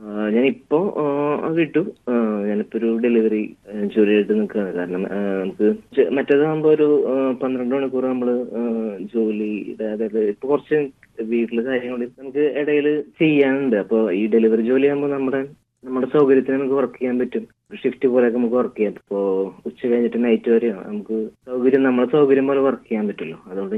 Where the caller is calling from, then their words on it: Kerala, India; ശരിക്കും വീട് മൂന്നുമുറി എന്ന് പറഞ്ഞ സ്ഥലത്താണ്